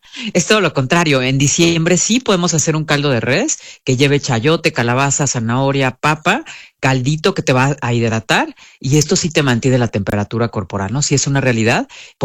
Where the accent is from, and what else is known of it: Mexico